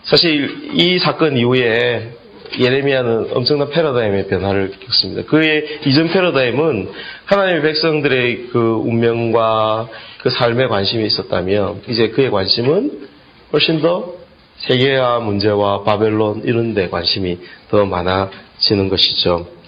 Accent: Gyeongsang, South Korea; 나는 경상도 사람으로서 이게 무슨 말인지 알겠어요.

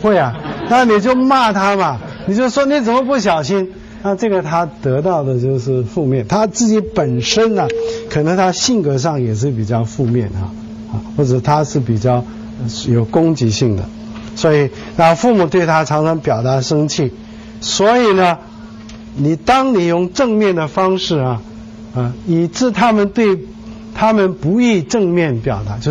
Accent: Shandong, China; now in Taiwan; 像我们山东人，我根据我父母跟我这个好像是不大讲，在家里不大讲谢谢这句话

